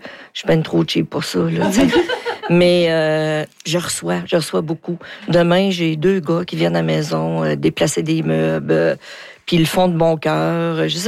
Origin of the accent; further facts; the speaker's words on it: Rouyn-Noranda, Quebec, Canada; je suis née en Rouyn-Noranda.